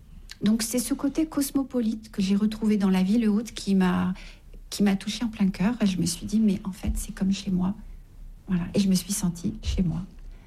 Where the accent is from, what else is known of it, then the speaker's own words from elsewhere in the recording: Paris, Île-de-France, France; Je suis parisienne d'origine et j'ai trouvé dans cette ville.